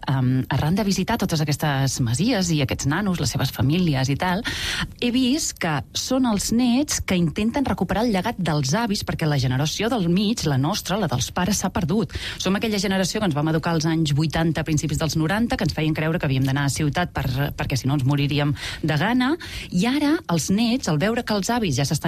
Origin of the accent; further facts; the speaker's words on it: Torroella de Fluvià, Catalonia, Spain; born there; moved away as an adult; Vaig néixer a Torroella Fluvià, que és un poblet de l'Alt Empordà, en un veïnat molt petit que es diu Sant Tomàs de Fluvià, però jo sempre he sentit que era urbanita i a mi la ciutat m'ha atrapat sempre.